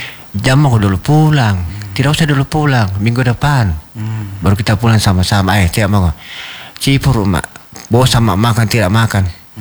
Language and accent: Indonesian; South Sulawesi, Indonesia; dan kita ini orang Bugis merantau, orang Sulawesi Selatan pada umumnya tidak akan mati kelaparan.